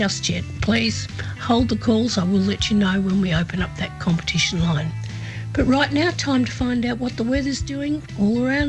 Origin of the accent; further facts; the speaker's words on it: Horsham, Victoria, Australia; coming to you from my hometown of Horsham in Western Victoria. We're right slap bang in the middle of the Wimmera region.